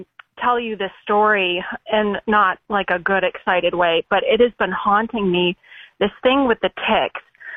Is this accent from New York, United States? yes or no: no; Dallas, Texas, United States; now in Michigan, United States